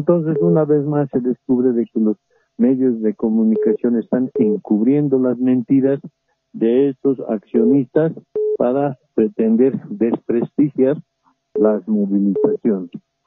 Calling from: El Alto, La Paz, Bolivia; de la ciudad del Alto.

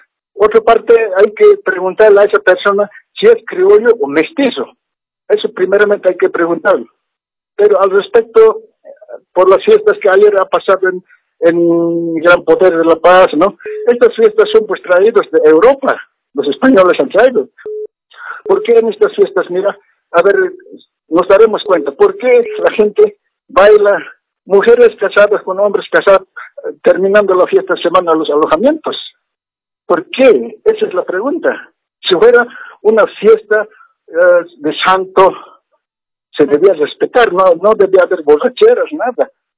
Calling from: El Alto, La Paz, Bolivia; de la ciudad del Alto.

